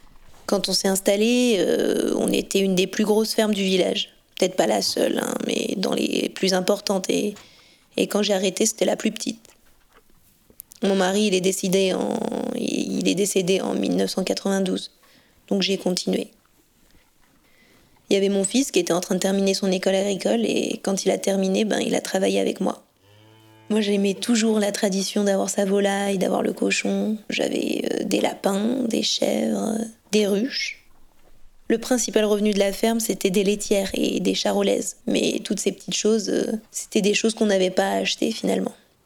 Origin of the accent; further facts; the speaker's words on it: Ouroux, Auvergne-Rhône-Alpes, France; also born or lived in Lyon / Beaujeu; je suis native d'Ouroux, dans le Rhône, donc c'est pas très loin d'ici. Il y avait les fermes à côté, mais je n'ai pas grandi, moi, dans une ferme.